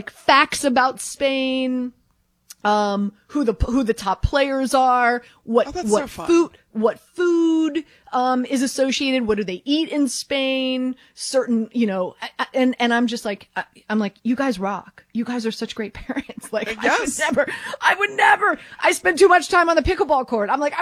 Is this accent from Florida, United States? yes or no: yes; Miami, Florida, United States; Well, I'm born and raised in Miami.